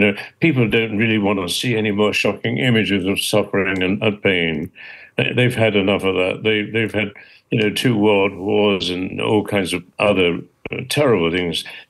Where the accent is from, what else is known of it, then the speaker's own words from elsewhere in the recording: England, United Kingdom; I've always been proud of being English, and I wanted to do something and, stand out as an Englishman.